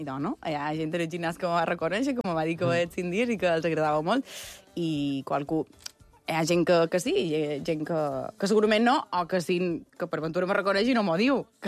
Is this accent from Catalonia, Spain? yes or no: no; Sencelles, Balearic Islands, Spain; born or raised there; now in Palma, Spain